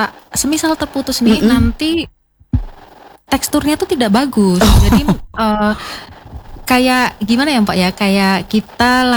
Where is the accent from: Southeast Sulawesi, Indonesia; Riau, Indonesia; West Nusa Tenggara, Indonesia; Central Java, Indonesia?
Central Java, Indonesia; now in Manokwari, Indonesia; Saya malah dari Jawa Tengah.